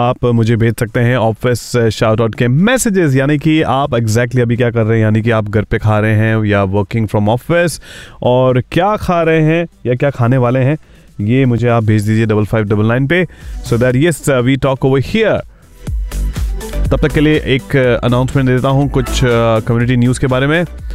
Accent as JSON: {"language": "Hindi", "region": "Rajasthan", "country": "India", "said": "Okay यार, मेरा तो फेवरेट ऑब्वियसली, मैं राजस्थानी हूँ तो they are even famous for Rajasthani dish as well."}